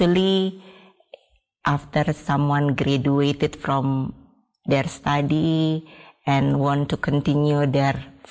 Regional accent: Bali, Indonesia; I am from Bali, so majority people there is Hindu.

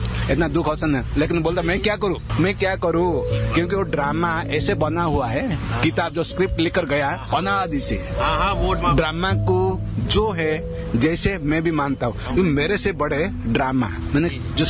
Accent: Odisha, India; हम ओडिशा से आए

